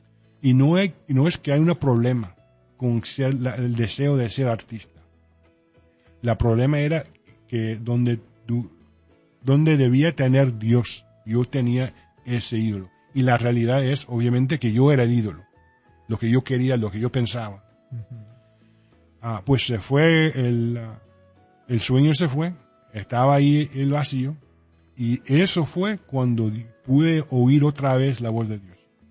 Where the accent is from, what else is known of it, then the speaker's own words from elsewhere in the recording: Detroit, Michigan, United States; born there; Nací en Detroit, Michigan. Mi padre era dominicano, mi madre costarricense. Los dos eran doctores. Se conocieron y casaron aquí.